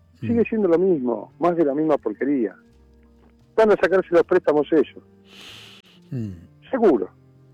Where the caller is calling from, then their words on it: La Lucila, Buenos Aires Province, Argentina; De la Lucila. De la Lucila trabajando.